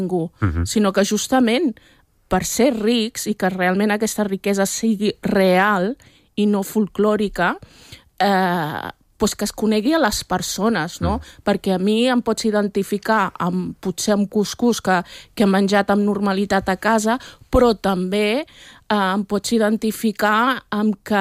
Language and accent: Catalan; Catalonia, Spain; com a catalana, com a espanyola, pues és que si jo n'és, diguéssim, excloent elements que m'interpel·len diàriament, uh-huh, des de la meva infantesa, seria absurd, no?